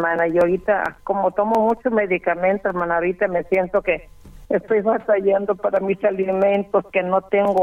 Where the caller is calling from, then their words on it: Guadalupe, Nuevo León, Mexico; De aquí, de Guadalupe.